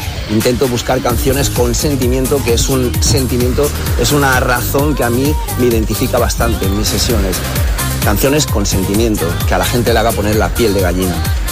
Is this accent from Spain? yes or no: yes; Mataró, Catalonia, Spain; Tenía yo 12 o 13 años e intentaba colarme en todas, pero en algunas de Mataró, de mi ciudad natal, conseguía entrar en Nivei